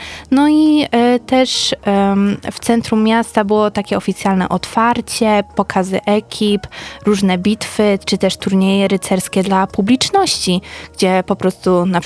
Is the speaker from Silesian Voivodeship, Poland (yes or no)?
yes; Bielsko-Biała, Silesian Voivodeship, Poland; pomimo tego, że jestem z Bielska